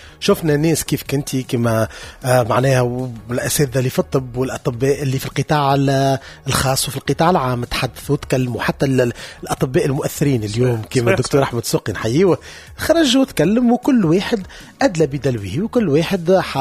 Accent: Tunisia; والعباد كي كي العاده احنا شعب تونسي ما عندنا كالرياضه هذيك نفهموا في كل شيء.

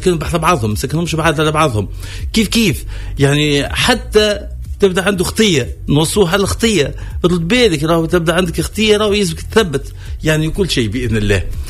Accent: Tunisia; احنا توانسة

